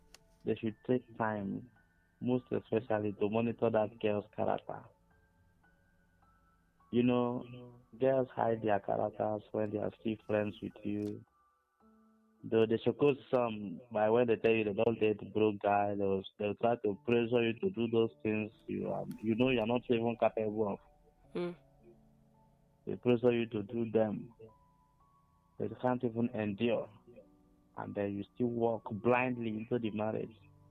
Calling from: Ebonyi, Nigeria; I'm calling from Ebonyi State.

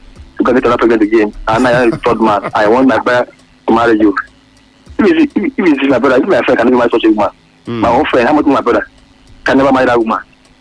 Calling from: Malaysia; I'm calling from Malaysia.

